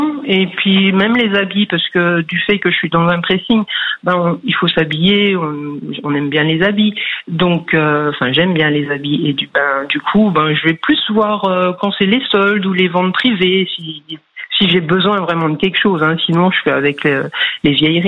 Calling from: Woippy, Grand Est, France; Alors, j'appelle de Voipy, qui se trouve en Moselle, près de Metz.

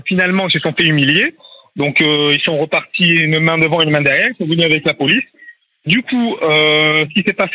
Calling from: Antibes, Provence-Alpes-Côte d'Azur, France; Je suis à Antibes.

